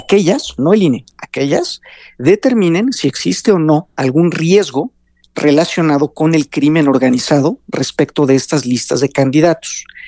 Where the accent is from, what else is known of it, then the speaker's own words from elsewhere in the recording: Mexico; nos importa a todos como mexicanas y mexicanos